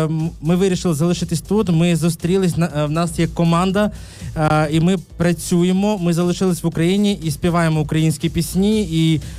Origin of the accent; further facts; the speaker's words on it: Odesa, Odesa Oblast, Ukraine; born there; Тому що я грузин, так. Який народився в Одесі, і, знаєте, тут така історія, Україна стала, напевно, моїм першим домом, а Грузія – це вже другий дім